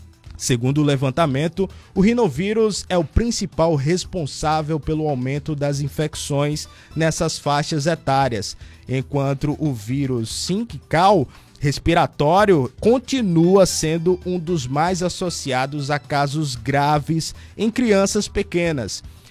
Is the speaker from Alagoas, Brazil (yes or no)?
yes; Alagoas, Brazil; também mandar um abraço para todos lá de Utinga Leão, minha terra natal